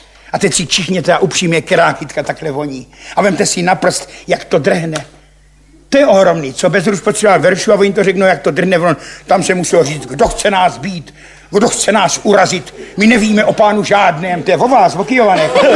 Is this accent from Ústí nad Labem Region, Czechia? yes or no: no; Ivančice, South Moravian Region, Czechia; jsem z Ivančic, ale nepiju.